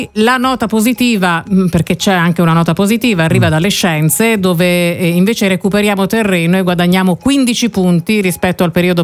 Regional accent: Bolzano, Trentino-Alto Adige, Italy; born there; now in Bologna, Italy; io ho fatto la scuola a Bolzano

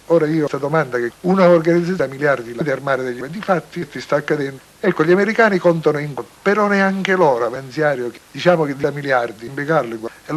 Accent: Sicily, Italy; che io da siciliano non condivido ma che amo

